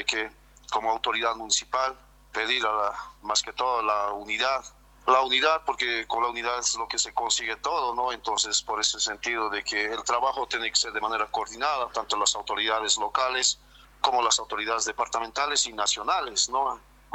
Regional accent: Bolivia; born there; todos los bolivianos, en esta bendita tierra que hemos nacido, que nos dio nacer

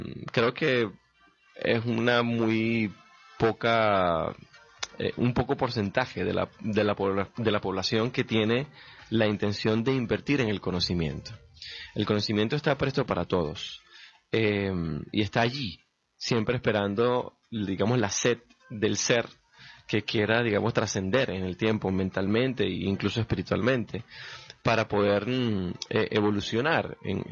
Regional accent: Venezuela; now in Barquisimeto, Venezuela

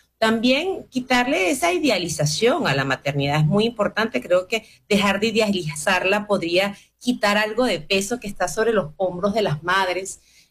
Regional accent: Venezuela; Nosotros como pueblo venezolano llevamos unas heridas

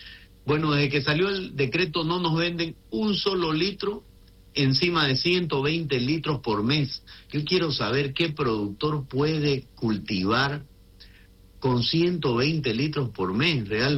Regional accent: Santa Cruz, Bolivia; el futuro que tenemos que tener como productores cruceños y bolivianos.

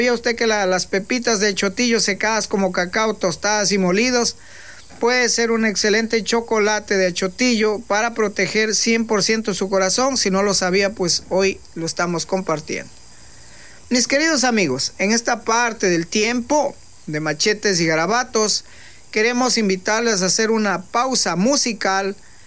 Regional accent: Ecuador; pudiendo ser nosotros como ecuatorianos, atraer el turismo, vivir el turismo y compartir algo que nosotros tenemos acá

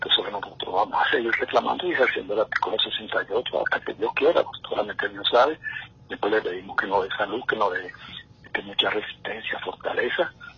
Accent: Venezuela; reencontrarnos como país, como venezolanos

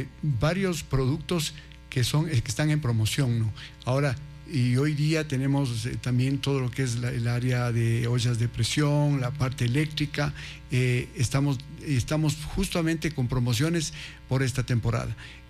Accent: Ecuador; obviamente estamos muy orgullosos que nuestros técnicos, nuestros empleados, nuestro gerente general, todos somos ecuatorianos

